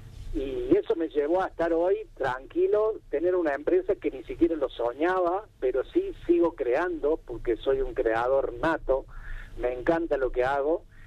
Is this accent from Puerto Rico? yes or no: no; Río Tercero, Córdoba, Argentina; born there; de la ENET número 1 de General Savio de Río Tercero.